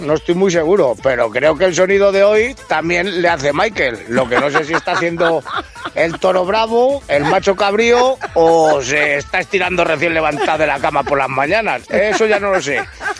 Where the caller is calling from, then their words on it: Añover, Spain; de Añover